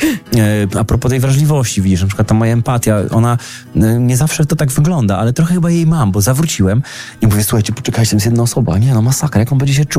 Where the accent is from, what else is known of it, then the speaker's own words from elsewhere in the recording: Zielona Góra, Lubusz Voivodeship, Poland; No ale no, wiecie, Zielona Góra, moje rodzinne miasto.